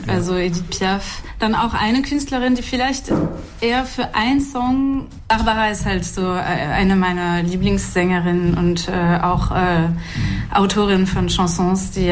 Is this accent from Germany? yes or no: no; France; accent: French; German is a second language; man hört leider meinen Akzent nicht mehr so sehr, mein französischer Akzent, wenn ich auf Deutsch spreche. Aber ja, ich komme aus Frankreich und da sind diese ganzen Lieder halt einfach schon im Rückenmark quasi.